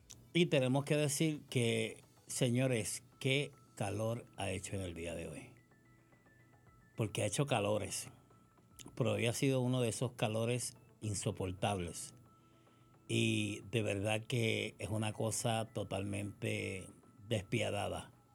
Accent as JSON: {"language": "Spanish", "country": "Puerto Rico", "said": "Yo, como muchos puertorriqueños"}